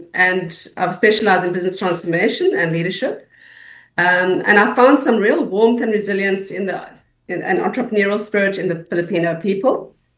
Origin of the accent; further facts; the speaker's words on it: Cape Town, Western Cape, South Africa; moved away as an adult; now in Philippines; South Africa, I'm from Cape Town in South Africa, which is right at the tip of the African continent.